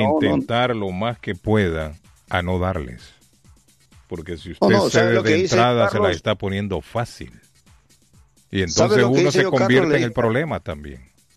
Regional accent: United States; pero yo no soy de aquí, yo vengo de Estados Unidos.

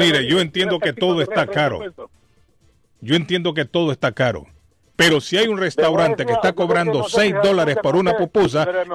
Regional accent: Honduras; moved away; en mi país, en Honduras

